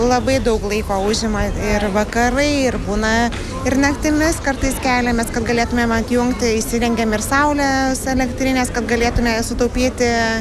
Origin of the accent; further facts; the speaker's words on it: Karčiamai, Šiauliai County, Lithuania; Tai esame … ūkis, tai esame iš Radviliškio rajono Karčiamų kaimo.